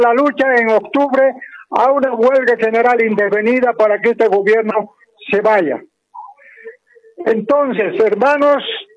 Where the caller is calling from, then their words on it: La Paz, Bolivia; de La Paz.